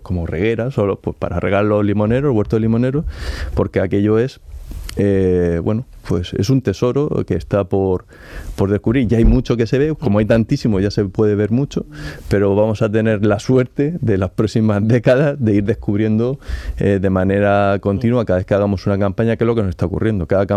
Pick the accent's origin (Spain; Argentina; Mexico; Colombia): Spain; Monteagudo; y yo soy de allí, de Monteagudo, uh-huh. soy del pueblecito de La Cueva